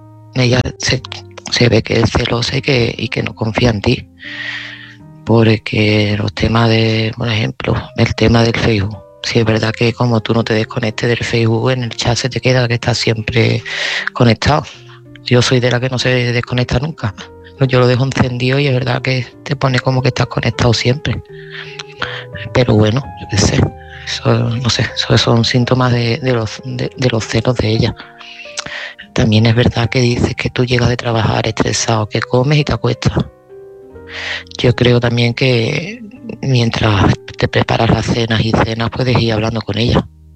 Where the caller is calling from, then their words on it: Seville, Andalusia, Spain; de Sevilla